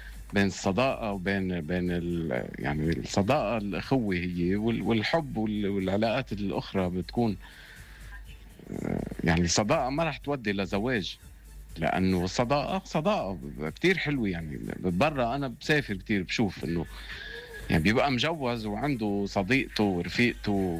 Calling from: Beirut, Beirut Governorate, Lebanon; من بيروت.

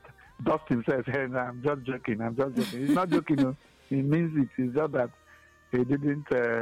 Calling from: Abakaliki, Ebonyi, Nigeria; I'm calling from Abakaliki.

